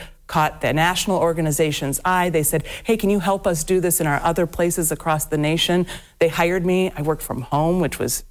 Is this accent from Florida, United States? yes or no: no; Mansfield, Ohio, United States; I'm from Mansfield, Ohio, originally.